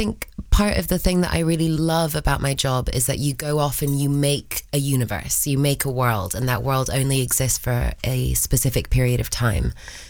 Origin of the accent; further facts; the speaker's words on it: London, United Kingdom; born there; English is a second language; also born or lived in Argentina; I moved to London when I was six. I learned English when I was eight.